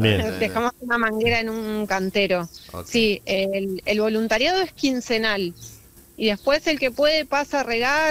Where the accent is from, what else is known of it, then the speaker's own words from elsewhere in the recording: Valeria del Mar, Buenos Aires Province, Argentina; Somos de ahí, de Valeria.